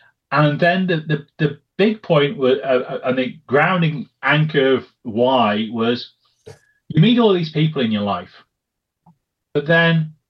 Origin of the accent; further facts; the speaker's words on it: North West England, United Kingdom; born there; moved away as an adult; also born or lived in Bayswater, London / Kingswinford; now in Buckinghamshire, United Kingdom; Quick trip to King Swinford when I was little, and then schooling and early work, I was in Lancashire, very close to Blackpool, where the book's set. And then over time, careers moved me further down, and I'm now back in Buckinghamshire, you know, just between sort of Marlow and High Wycombe